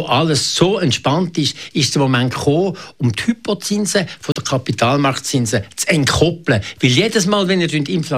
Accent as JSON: {"language": "German", "region": "Obwalden", "country": "Switzerland", "said": "Ich komme ja eigentlich aus den Bergen."}